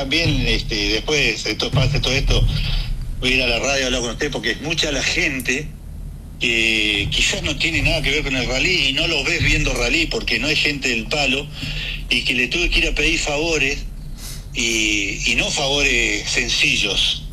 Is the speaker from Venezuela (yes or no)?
no; Junín, Argentina; porque es mi pueblo y quiero dejar bien representado a mi pueblo, que para mí es lo más.